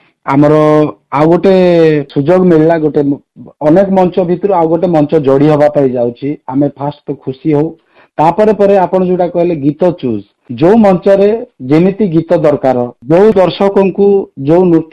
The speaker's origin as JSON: {"language": "Odia", "town": "Nabarangpur", "region": "Odisha", "country": "India", "tie": "born or raised there", "said": "ମୁଁ ଯେହେତୁ ମୋର ଜନ୍ମ ନବରଙ୍ଗପୁର ମାଟିରେ, ମୋର ପାଳି ବଢିକିରି ବଡ଼ ହେଇଛି, ନବରଙ୍ଗପୁର ମାଟିରେ ଖେଳିଛି"}